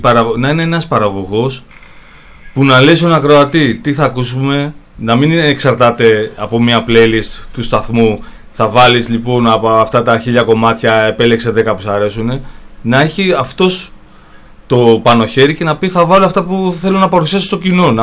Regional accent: Irakleio, Attica, Greece; γέννημα Θρέμα.

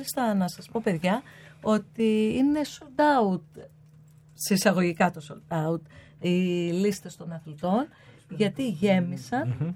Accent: Mani, Peloponnese, Greece; είδα και έναν Μανιάτη από το χωριό μου, η Τηλιώτη

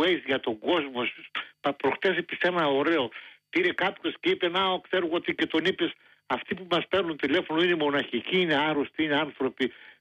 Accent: Eastern Macedonia and Thrace, Greece; born or raised there

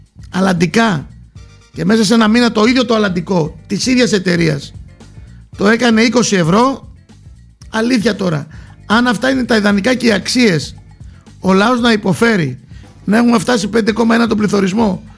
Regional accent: Macedonia, Greece; Για μας εδώ στη Βόρεια Ελλάδα, για μας εδώ που λεγόμαστε Μακεδόνες στη Βόρεια Ελλάδα

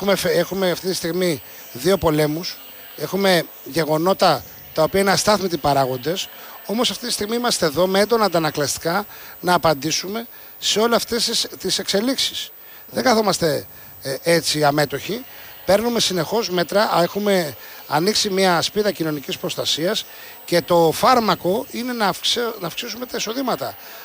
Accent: Greece

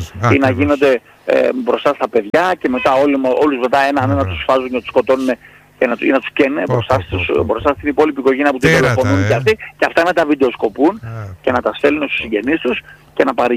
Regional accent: Greece; Είμαστε σε συντριπτικό ποσοστό Έλληνες, Χριστιανοί, Ορθόδοξοι.

